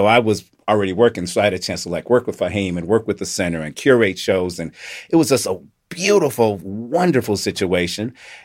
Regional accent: Chicago, Illinois, United States; also born or lived in Mississippi; I was born in the South, moved from Mississippi to Chicago as a toddler. My parents were educators here. My father taught at Calumet High School for 30 years. My mother at Phillips High School, lived in the Chatham neighborhood, then moved out to West Pullman.

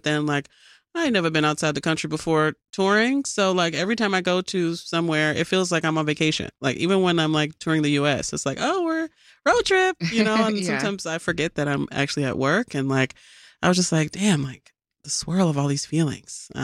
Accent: Chicago, Illinois, United States; I think growing up in Chicago, people don't really understand how much this city is built of immigrants and of people of different cultures.

